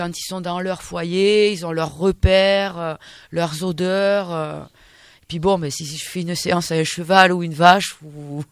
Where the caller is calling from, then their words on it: Nouvelle-Aquitaine, France; je suis dans une petite station dans les Pyrénées-Atlantiques, Artoust.